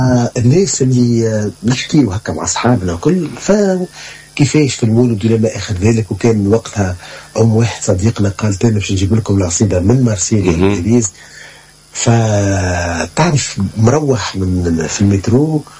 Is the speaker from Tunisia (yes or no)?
yes; Tunisia; انا تونسي حتى النخاع نحب حورة تونس وجو تونس